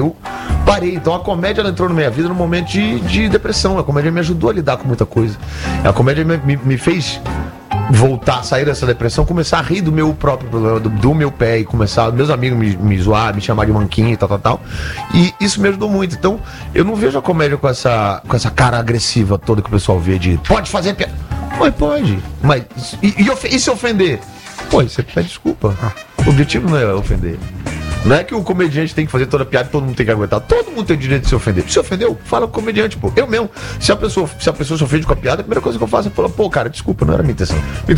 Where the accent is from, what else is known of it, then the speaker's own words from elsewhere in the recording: Brazil; Eu sou humorista brasileiro